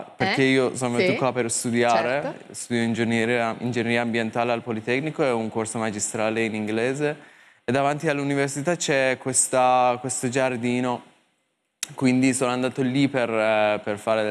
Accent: Iran; Italian is a second language; moved away as an adult; now in Turin, Italy; io sono persiano, vengo dall'Iran

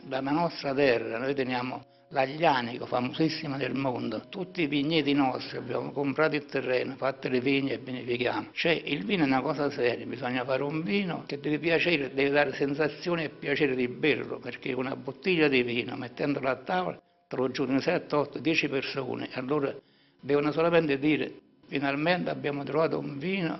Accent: Taurasi, Campania, Italy; Taurasi è tutto, è la mia vita. Io sono nato qua a Taurasi e sono vissuto qua, sono stato qua, ho fatto tanto per Taurasi

